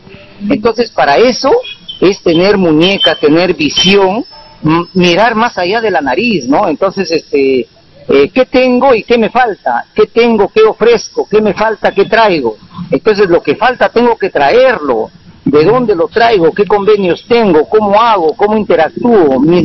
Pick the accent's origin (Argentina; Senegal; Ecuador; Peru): Peru; Utcubamba, Amazonas; nosotros como cubambinos sí, apoyamos a nuestro candidato